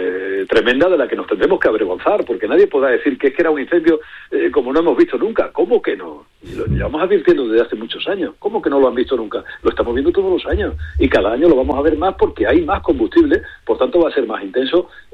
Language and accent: Spanish; Cáceres, Extremadura, Spain; a los de mi tierra en Cáceres